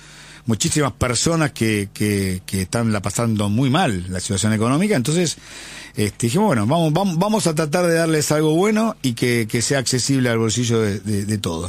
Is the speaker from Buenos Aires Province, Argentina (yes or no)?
yes; Merlo, Buenos Aires Province, Argentina; Somos de Merlo.